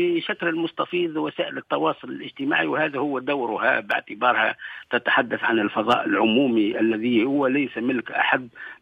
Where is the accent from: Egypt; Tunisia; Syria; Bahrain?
Tunisia